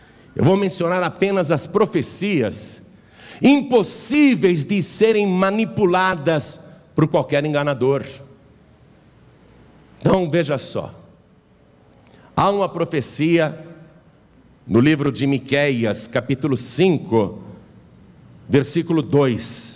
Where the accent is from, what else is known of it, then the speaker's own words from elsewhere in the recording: Piracicaba, São Paulo, Brazil; born there; Eu nasci em Piracicaba.